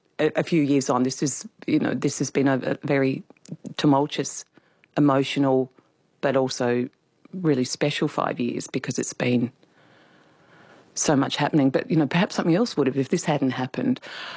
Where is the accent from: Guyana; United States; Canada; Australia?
Australia; Adelaide, South Australia; in November 2023, I was back in Adelaide again for something really beautiful, actually, in my hometown. They had erected a sculpture depicting me as a 10-year-old up on the roof of our family home